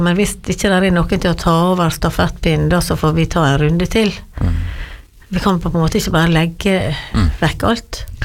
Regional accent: Giske, Møre og Romsdal, Norway; jeg vokste opp på Giske da, selv om jeg var nesten 8 år før jeg kom dit.

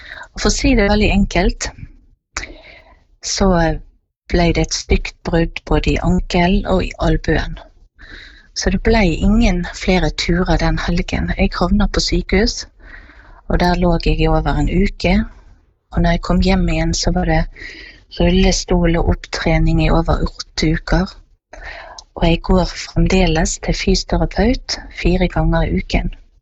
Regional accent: Bergen, Vestland, Norway; og jeg kommer fra Åsane nord for Bergen.

